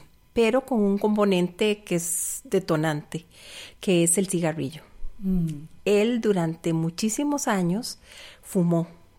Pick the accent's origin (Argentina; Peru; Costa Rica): Costa Rica; moved away as an adult; also born or lived in Panama; Bueno, nuestra vida comenzó en otro país. Tuvimos que salir de Costa Rica para irnos a Panamá porque a él lo nombraron en Panamá como en una posición mejor de la que tenía en Costa Rica. Y vivimos allá 7 años.